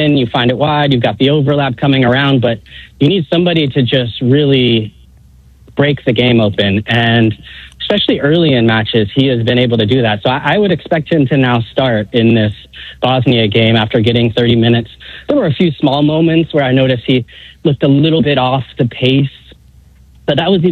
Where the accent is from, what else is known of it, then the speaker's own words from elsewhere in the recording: California, United States; now in Brooklyn, United States; I live here in Brooklyn. I'm from the Bay Area. I'm going to fly back for this game.